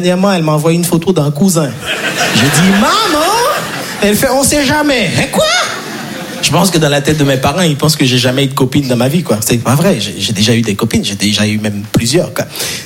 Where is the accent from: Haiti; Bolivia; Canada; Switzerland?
Haiti; Je vais pas vous mentir parce que je suis né et grandi en Haïti. Et en Haïti, on n'a pas les 4 saisons.